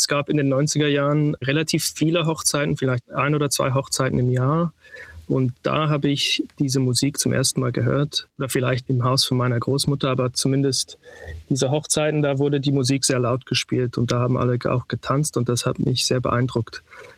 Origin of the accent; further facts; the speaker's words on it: Sydney, New South Wales, Australia; now in Berlin, Germany; Ich bin in Sydney aufgewachsen. Meine Mutter kommt aus dem Libanon und mein Vater aus der Schweiz, also aus der Zentralschweiz. Deshalb kann ich Deutsch sprechen.